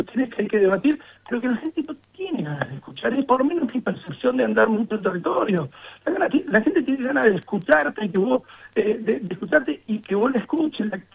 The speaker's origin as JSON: {"language": "Spanish", "town": "Pico Truncado", "region": "Santa Cruz", "country": "Argentina", "tie": "born or raised there", "said": "yo soy de Pico Truncado, yo estuve en la escuela 85"}